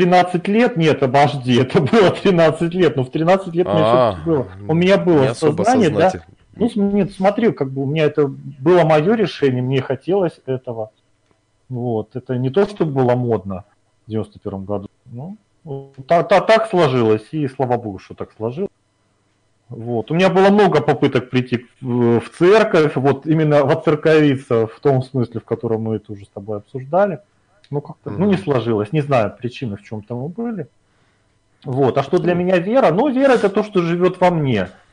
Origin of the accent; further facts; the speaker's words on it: Murmansk, Murmansk Oblast, Russia; moved away; то есть я из Мурманска давно уехал, но тем не менее я связь поддерживаю.